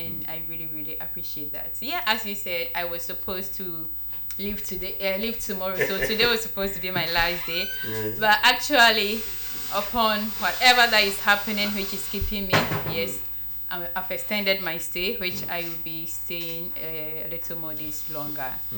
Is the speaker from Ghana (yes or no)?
yes; Ghana; Mm. I'm from Ghana.